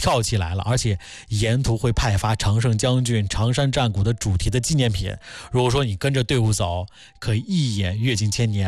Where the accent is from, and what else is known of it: Hebei, China